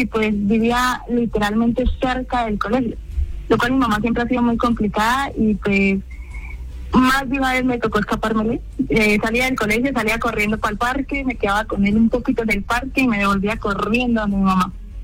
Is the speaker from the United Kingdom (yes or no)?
no; Vitama, Boyacá, Colombia; also born or lived in Sogamoso; No, pues yo estudiaba pues, en un colegio en Sogamoso y pues me vine para un colegio acá en el colegio Giga de Vitama.